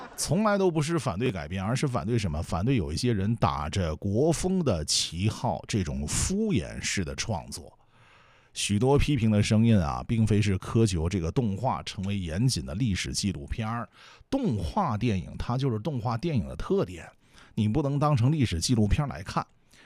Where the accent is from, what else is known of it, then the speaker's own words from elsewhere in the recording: China; 我们中国人